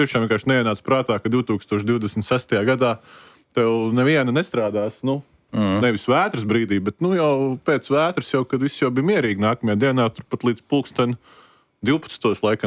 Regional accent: Sigulda Municipality, Latvia; es no Siguldas novada, viens no viskartajiem tieši elektroenerģijas apgādes ziņā caurumiem svētdienas rītā

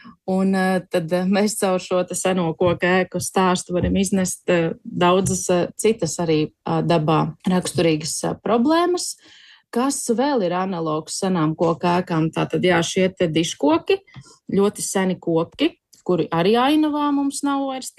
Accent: Latgale, Latvia; Piemēram, es esmu no Latgales, un man tuvākā šāda vieta būtu šāds te mežs

